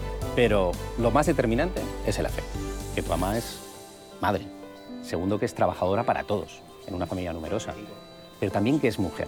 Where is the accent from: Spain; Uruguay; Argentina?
Spain; como ciudadano pues observo lo que pasa en mi país y a mí España me apasiona.